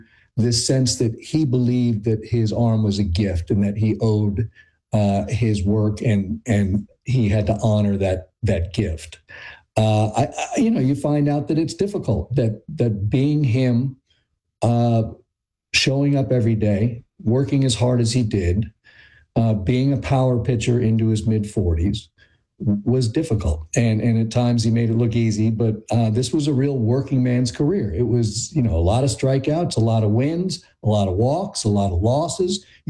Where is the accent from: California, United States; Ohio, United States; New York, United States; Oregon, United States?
New York, United States; I was born and raised in New York. I was 7 years old when the Mets won the World Series in 1969.